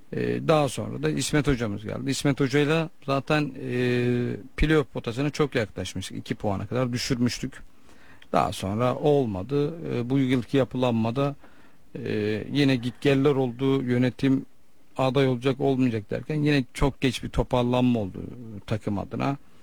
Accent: Sivas, Turkey; ben bir Sivaslı olarak bizim için bir hayal, bizim için orada çalışmak rüya gibiydi tabii ki.

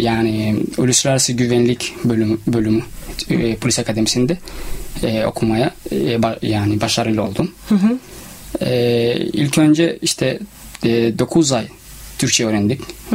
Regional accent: Kenya; Turkish is a second language; moved away as an adult; also born or lived in Somalia; now in Turkey; Ben Somalliyim ama Kenya'da doğdum, büyüdüm. Lise ve de ortaokul her şeyi orada okudum. Lisans da Kenya'da okudum.

